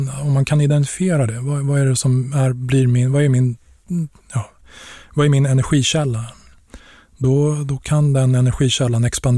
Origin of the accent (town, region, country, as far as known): Stockholm, Stockholm County, Sweden; born or raised there